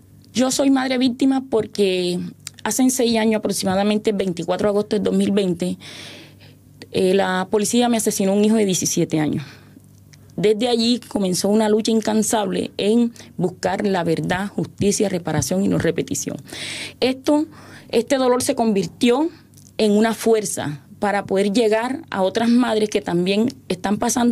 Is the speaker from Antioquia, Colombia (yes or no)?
no; Cartagena, Bolívar, Colombia; vengo de la ciudad de Cartagena.